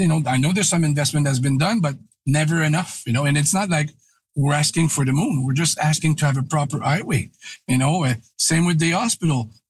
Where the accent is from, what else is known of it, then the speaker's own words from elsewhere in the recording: Quebec City, Quebec, Canada; moved away as an adult; now in Outaouais, Canada; I moved in the region 35 years ago. I'm from Quebec City originally.